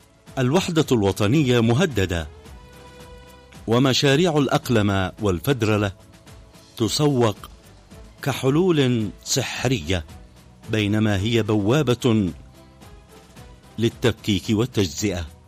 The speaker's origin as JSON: {"language": "Arabic", "country": "Yemen", "said": "الأعداء يخططون فيه أن نذهب كيمنيين بأنفسنا وبإرادتنا إلى الهاوية"}